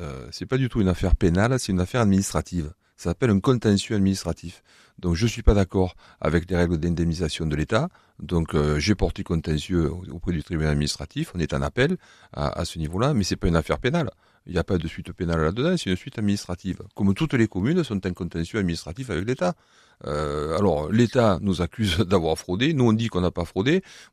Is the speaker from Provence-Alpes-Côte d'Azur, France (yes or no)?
yes; Provence-Alpes-Côte d'Azur, France; accent: Var accent; Je suis attaché au Var parce que mon accent le démontre déjà. On va dire, il n'est pas commun.